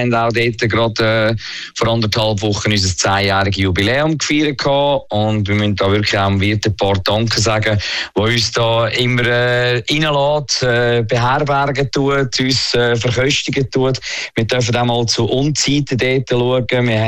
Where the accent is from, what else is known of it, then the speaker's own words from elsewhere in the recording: Switzerland; da bin ich für die Schweiz. Das ist mein Heimatland.